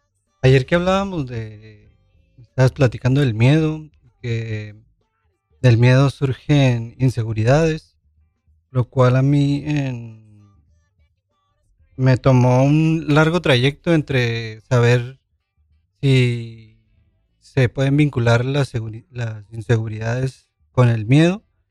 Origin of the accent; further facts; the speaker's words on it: Tijuana, Baja California, Mexico; now in New York, United States; vengo de Tijuana.